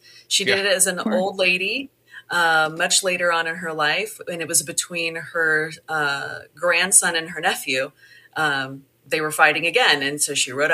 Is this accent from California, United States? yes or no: yes; Sacramento, California, United States; now in Livermore, United States; I'm in California. I'm in Livermore. I grew up in Sacramento.